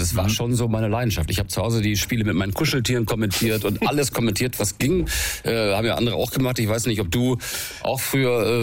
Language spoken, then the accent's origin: German; Melle, Lower Saxony, Germany; also born or lived in Celle; Aber das war natürlich in Melle, da bin ich groß geworden, in Celle geboren, aber in Melle aufgewachsen, Niedersachsen.